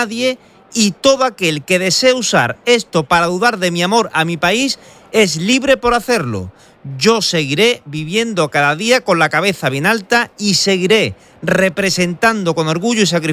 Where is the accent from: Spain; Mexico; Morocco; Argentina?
Morocco; con un objetivo político o de desprecio hacia mi pueblo, el pueblo marroquí.